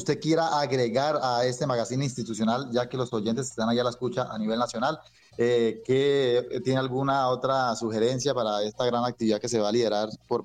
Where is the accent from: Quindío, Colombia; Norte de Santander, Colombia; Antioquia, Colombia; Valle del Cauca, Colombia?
Norte de Santander, Colombia; Cúcuta; now in Barranquilla, Colombia; porque él es de Cúcuta, ¿no? Pues, mi tierrita